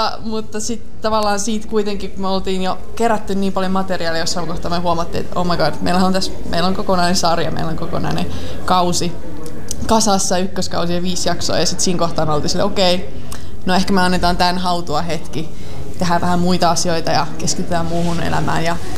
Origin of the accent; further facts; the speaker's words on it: Ivalo, Lapland, Finland; Mä olin kotipuolessa täällä Ivalossa